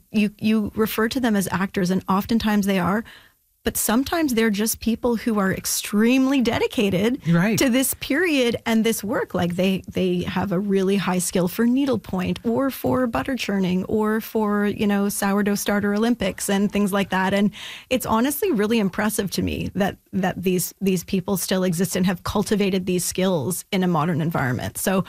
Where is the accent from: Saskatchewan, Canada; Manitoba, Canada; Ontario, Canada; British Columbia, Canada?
Ontario, Canada; Ottawa; I'm actually from Ottawa originally, but I did come with when I visited friends and family in the city.